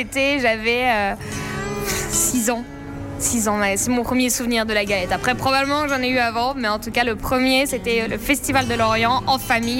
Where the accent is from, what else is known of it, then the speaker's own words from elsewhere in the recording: Brittany, France; moved away; c'est de mon pays d'origine, de ma ville, enfin pas ma ville mais en tout cas de ma région.